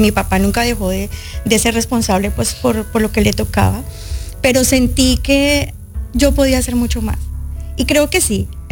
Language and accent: Spanish; Colombia; moved away as an adult; also born or lived in Japan; Viajé muy jovencita, salí de Colombia como a los 18 años para Japón con mi familia, wow, por parte de mamá, que vivían todos allí.